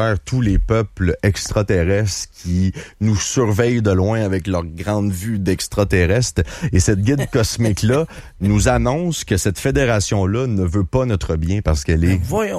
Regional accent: Quebec, Canada; Fidèle à nos habitudes en tant que Québécois et Canadiens.

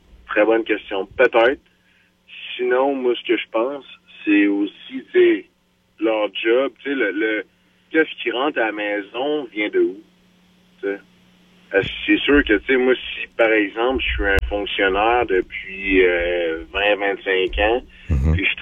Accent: Quebec, Canada; De mon point de vue, moi, en fait, je suis un de la Rive-Sud de Québec

